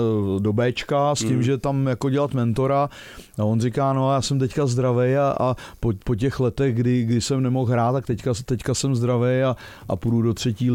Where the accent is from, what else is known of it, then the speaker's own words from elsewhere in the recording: Pilsen, Plzeň Region, Czechia; No, my jsme třeba z Plzní